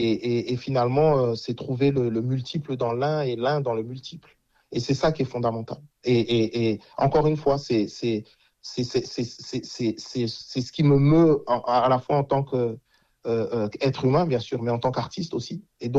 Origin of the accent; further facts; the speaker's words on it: France; nous sommes des Français.